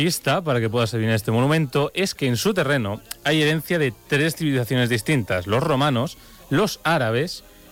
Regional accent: Torrijos, Castilla-La Mancha, Spain; ya que siempre aprovecho para mencionar a mi pueblo en esta sección

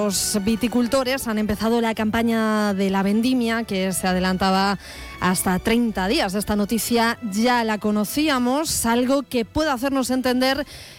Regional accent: Torre de Juan Abad, Castilla-La Mancha, Spain; la Torre de Juan Abad es mi pueblo

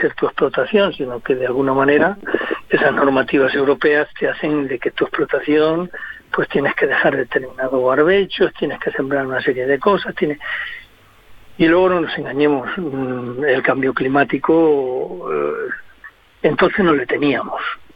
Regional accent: Spain

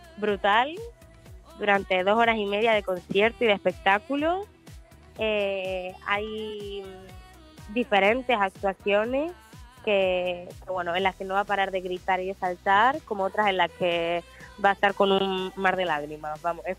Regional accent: Canary Islands, Spain; Y sí, a mí me recuerda mucho a mi tierra, por supuesto.

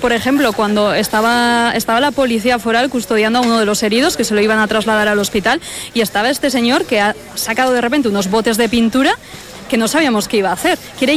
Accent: Navarre, Spain; lo majos que somos y los navarros

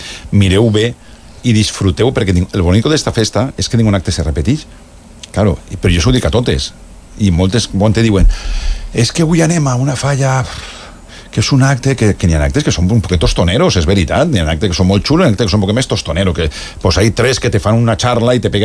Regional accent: Benaguasil, Valencian Community, Spain; és Sant Lluís Gonzaga, per exemple, en Benaguasil, jo parlo del meu poble

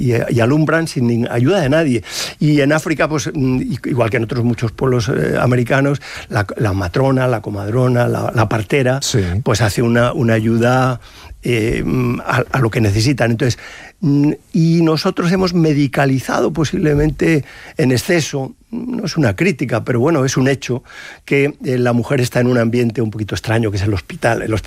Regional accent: Madrid, Community of Madrid, Spain; now in Salamanca, Spain; yo soy madrileño y ahora estoy adoptado en Salamanca por la cátedra, ¿no?

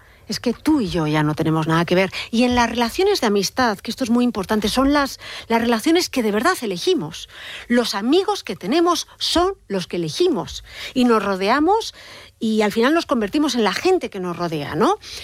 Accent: Madrid, Community of Madrid, Spain

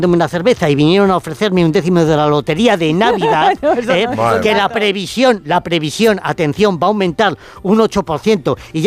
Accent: Fermoselle, Castile and León, Spain; Y es el incendio de mi tierra, en Fermoselle.

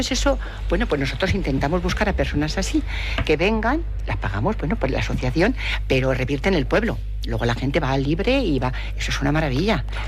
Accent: San Martín del Tesorillo, Andalusia, Spain; yo que soy del Tesorillo

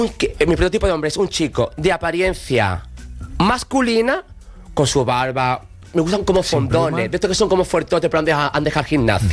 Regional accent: Andalusia, Spain; Yo soy súper ateo, yo el mundo de la Semana Santa no me gusta. Siendo andaluz no me gusta.

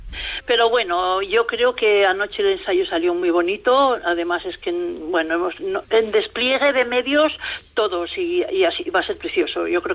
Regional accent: Badarán, La Rioja, Spain

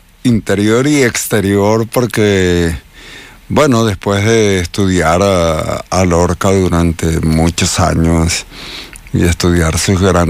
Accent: Venezuela

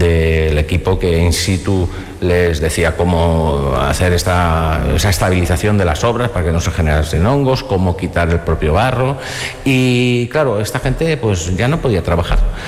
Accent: Valencian Community, Spain; Y como los valencianos somos así de graciosos y que nos lo tomamos todo a cachondeo

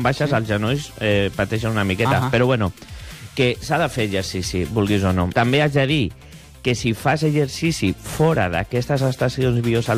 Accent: Sant Cugat del Vallès, Catalonia, Spain; Sant Cugat del Vallès, de tota la vida.

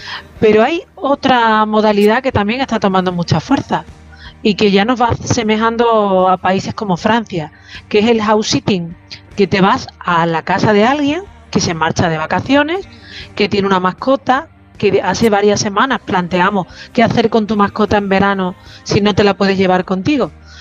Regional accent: Andalusia, Spain; accent: Andalusian; El 80% de las casas cuevas que hay en Europa están en España y sobre todo en mi tierra, en Andalucía. Tú verás que siempre pongo el acento andaluz.

